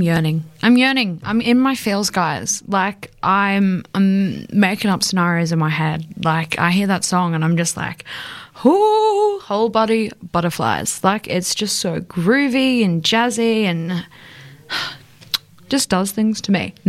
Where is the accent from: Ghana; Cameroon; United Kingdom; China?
United Kingdom; England; maybe it's just me being English and not having grown up in Australia that I like missed the memo that this was like an iconic song.